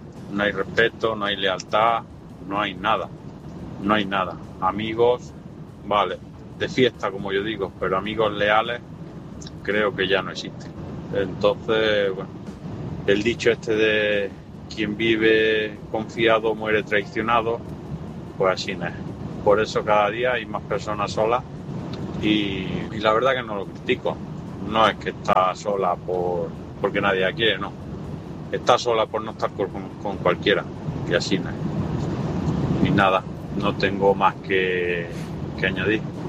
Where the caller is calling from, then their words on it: Ciudad Real, Castilla-La Mancha, Spain; de Ciudad Real.